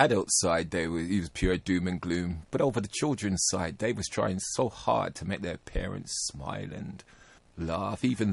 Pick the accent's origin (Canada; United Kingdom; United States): United Kingdom; Birmingham, West Midlands; I was born in Birmingham. Originally it's from Aston, and then I spent a lot of my years on the Bromford. I went to Hodgill School.